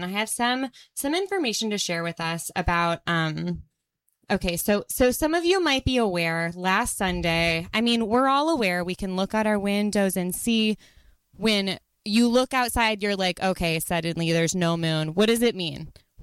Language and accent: English; Detroit, Michigan, United States; I am here visiting from Detroit. Rachel is one of my best friends from home.